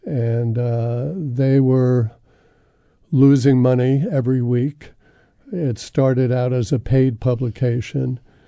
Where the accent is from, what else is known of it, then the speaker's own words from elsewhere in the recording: New York City, New York, United States; moved away as an adult; also born or lived in Boston; I grew up in New York City, and I was familiar with the Village Voice there. And then I went to school in Boston